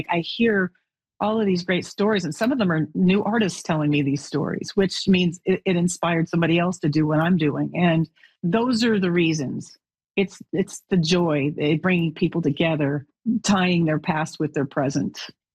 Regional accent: Alberta, Canada; So it blends growing up in Alberta

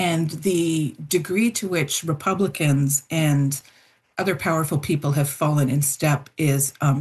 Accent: Toronto, Ontario, Canada; I grew up in Toronto. I swam in the lake from when I was a little kid. I swim in it now.

